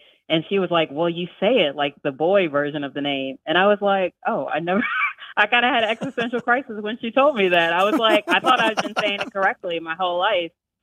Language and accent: English; Baltimore, Maryland, United States; now in New York, United States; So I grew up in Baltimore, and a lot of the times, growing up, people didn't really know if I was saying